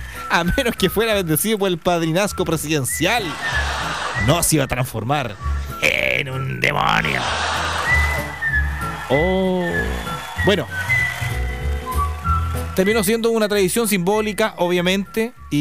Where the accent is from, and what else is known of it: Chile